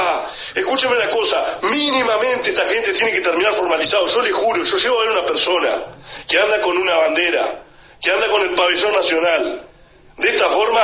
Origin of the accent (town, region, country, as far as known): Uruguay